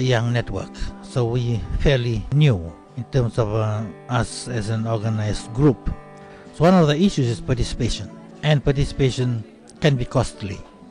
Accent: Fiji; I am from Fiji, so I'm an indigenous Fijian.

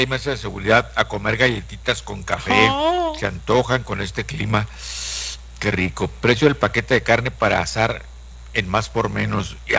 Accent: Mexico; yo confío más en mi país, que es México.

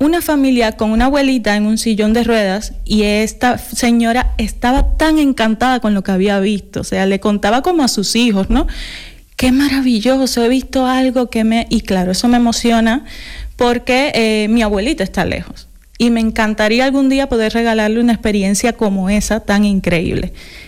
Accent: Guantánamo, Cuba; moved away; en la ciudad donde yo vivía, yo soy de Guantánamo

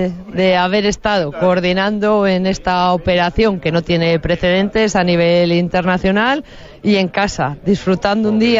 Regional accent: Berlanga de Duero, Castile and León, Spain; Yo soy de Berlanga.

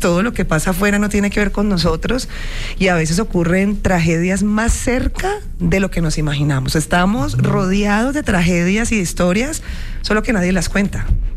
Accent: Cali, Valle del Cauca, Colombia; now in Bogotá, Colombia; yo soy caleña, ve. Desde Cali, Colombia. Yo vengo de Bogotá, porque yo vivo en Bogotá, pero yo soy de Cali.

